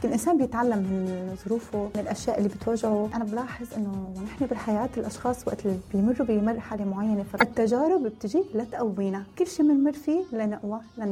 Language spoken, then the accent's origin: Arabic; Syria; now in Turkey; يعني نحن هون كسوريين ما عندنا مشكلة غير هون سورية الشعب. كانت ما كنت مستقرة، نزلت استقريت أنا سنة باسطنبول كمان ما كنت مستقرة